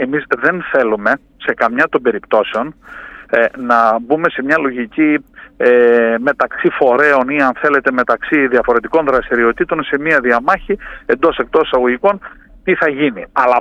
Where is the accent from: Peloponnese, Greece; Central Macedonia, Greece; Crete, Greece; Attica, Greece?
Central Macedonia, Greece; That's it που λένε στο χωριό μου στη Χαλκιδική.